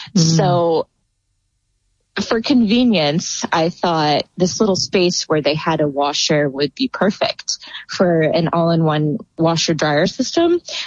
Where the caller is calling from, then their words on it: Skaneateles Falls, New York, United States; I'm calling from Skaneateles Atlas Falls, New York.